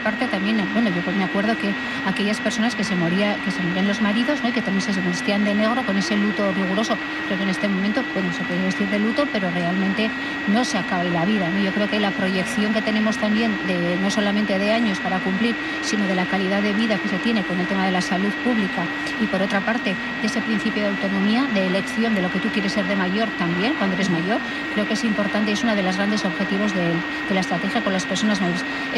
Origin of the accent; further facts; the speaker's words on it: Vitoria-Gasteiz, Basque Country, Spain; yo soy de Vitoria, de mi barrio, de mi ciudad